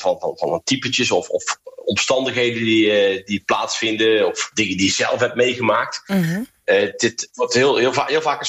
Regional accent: Netherlands; moved away

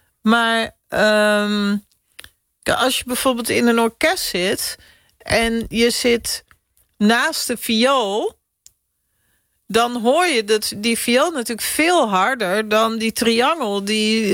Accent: Zaanstad, North Holland, Netherlands; ik kom zelf uit Zaanstad.

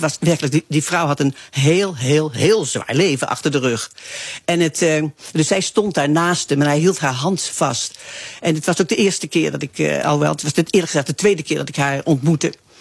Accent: Arnhem, Gelderland, Netherlands; born there; also born or lived in Amsterdam; Nou ja, eigenlijk bij toeval, omdat ik in 68 vanuit Arnhem, mijn geboortestad, naar Amsterdam ging.

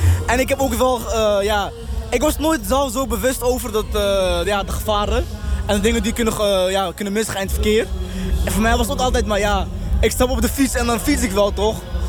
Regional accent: Utrecht, Netherlands; We komen uit Utrecht.

